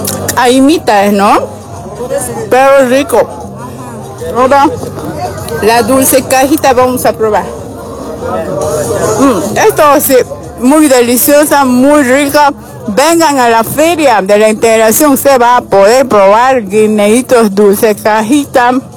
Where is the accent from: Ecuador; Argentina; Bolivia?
Bolivia; Oruro; now in Tropics of Cochabamba, Bolivia; yo soy de Oruro y estoy en el trópico